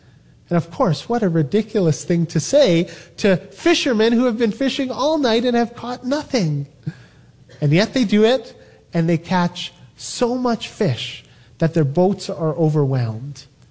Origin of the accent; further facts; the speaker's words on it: Toronto, Ontario, Canada; It was grade 12, and I grew up in Toronto, in a neighborhood that I would say is not the safest.